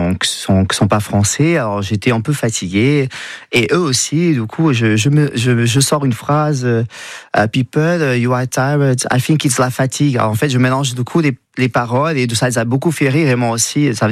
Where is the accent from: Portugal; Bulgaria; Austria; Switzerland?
Portugal; now in Basque Country, France; je suis pas français, donc je suis portugais, je n'ai pas prétendu encore avoir une nationalité française